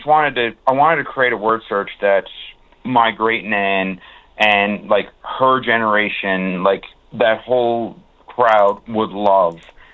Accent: New Harbour, Newfoundland and Labrador, Canada; all of my memories growing up in New Harbor

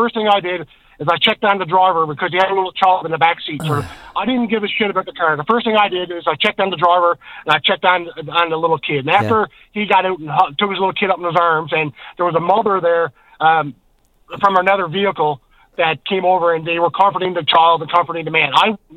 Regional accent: Newfoundland and Labrador, Canada; when they found out we're from Newfoundland, they kept saying how nice and how polite the people from Newfoundland and Labrador.

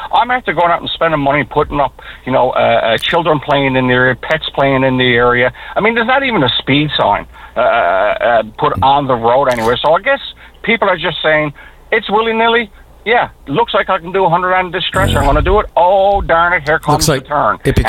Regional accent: Canada; The past 12 years have substantially lowered our standard of living as a Canadian

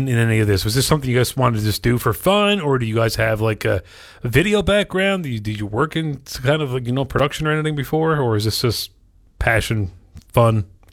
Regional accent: Mount Pearl, Newfoundland and Labrador, Canada; I grew up in Mount Pearl, and I was like, Frosties is still on the go.

